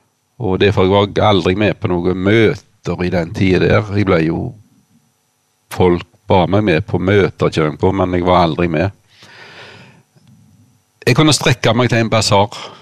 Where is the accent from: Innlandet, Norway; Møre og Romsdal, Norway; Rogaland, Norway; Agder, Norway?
Rogaland, Norway; Sævlandsvik; Så vi vokste opp her i Sævlandsvikta. Bare en steinkast herifra som vi sitter nå.